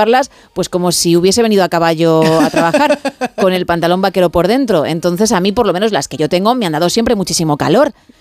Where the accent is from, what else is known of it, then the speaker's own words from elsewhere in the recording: Italy; ¿Eres de allí como yo de Italia?